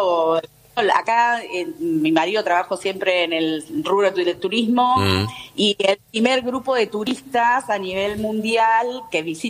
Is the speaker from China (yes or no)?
no; Buenos Aires, Argentina; moved away as an adult; now in Egypt; yo me sentía más observada viviendo en Argentina usando pañuelo en la cabeza que acá, cuando no usaba pañuelo.